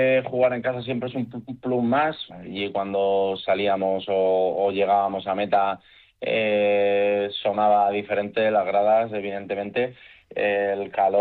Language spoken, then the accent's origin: Spanish; Torrevieja, Valencian Community, Spain; Por ejemplo, en Torrevieja, que es de donde yo soy